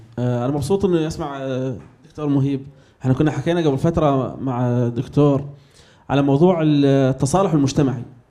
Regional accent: Syria; أنا بحكي إني سوري من نصيب لباب الهوى ومن اللاذقية لأبو كمال، ما أنا بين طائفة محددة، أنا مسلم وافتخر إني مسلم

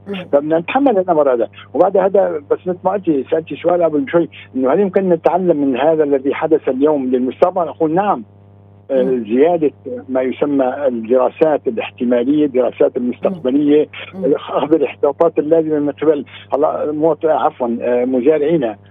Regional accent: Aleppo, Aleppo Governorate, Syria; نحن عندنا في حلب

